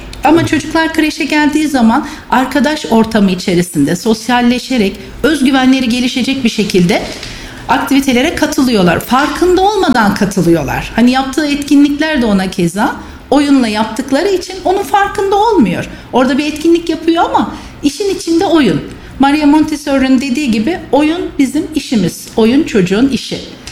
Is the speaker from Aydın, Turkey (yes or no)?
no; Kayseri, Turkey; Aslen Kayseriliyim. Eşim asker. Biz yıllarca gurbet gezdikten sonra kendi memleketimiz olan Kayseri'ye döndük.